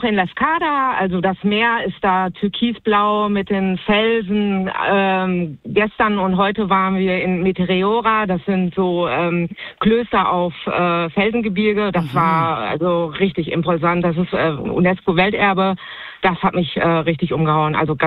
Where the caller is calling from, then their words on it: North Rhine-Westphalia, Germany; Ja, also so als Münsterländer